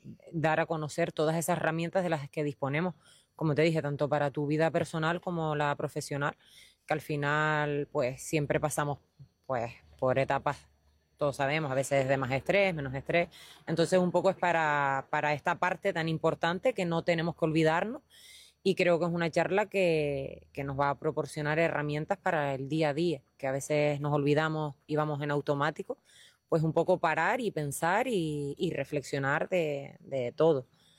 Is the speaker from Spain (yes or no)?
yes; Lajares, Canary Islands, Spain; al final es un evento que se hace en mi pueblo, en Los Lajares.